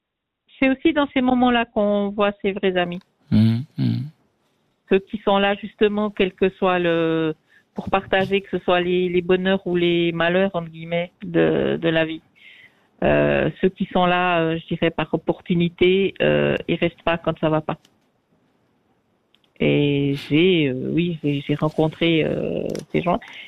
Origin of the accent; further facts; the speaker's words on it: Switzerland; moved away; quand je suis partie de Suisse il y a 3 ans, je me suis demandé justement certaines amitiés.